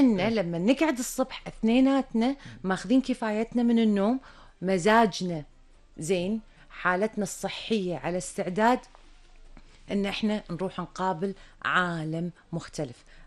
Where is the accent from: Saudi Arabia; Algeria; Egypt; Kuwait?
Kuwait; ما شاء الله الحضانات عندنا في الكويت تعتبر على معايير ممتازة